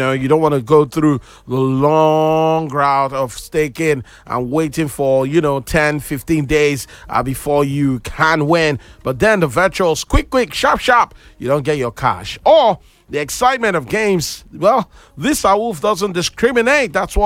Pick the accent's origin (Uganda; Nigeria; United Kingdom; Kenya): Nigeria